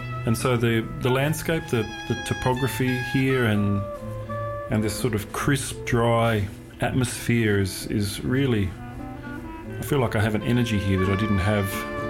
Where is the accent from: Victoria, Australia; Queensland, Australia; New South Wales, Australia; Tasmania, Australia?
Tasmania, Australia; Launceston; moved away as an adult; also born or lived in Yuendumu; now in Alice Springs, Australia; I was born in Launceston in Tasmania, and that was the only place I've lived until I moved to Alice Springs, or to Yuendumu more specifically, and then Alice Springs. So Tasmania to Alice Springs via Yuendumu.